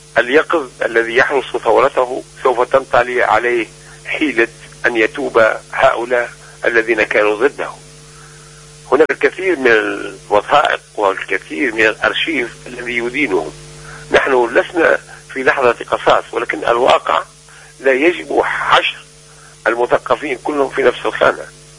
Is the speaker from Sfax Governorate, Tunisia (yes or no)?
no; Sidi Bouzid, Tunisia; moved away; وأنني أنا شخصيا من سيدي بوزيد